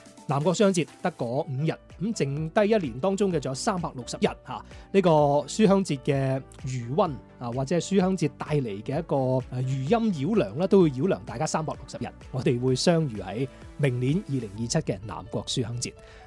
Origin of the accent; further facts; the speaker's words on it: Macau; 足不出呢個大灣區中心城市廣州，可以嚟到我家鄉澳門咁樣啊！